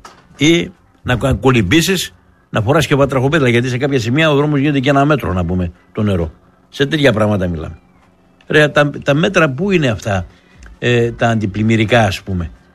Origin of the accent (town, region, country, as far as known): Thessaloniki, Central Macedonia, Greece